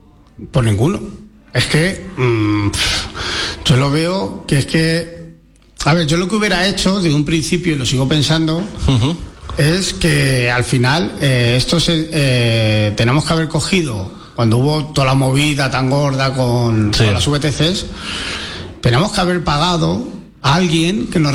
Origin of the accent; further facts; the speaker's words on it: Madrid, Community of Madrid, Spain; Mira que yo soy madrileño y me conozco Madrid de pe a pa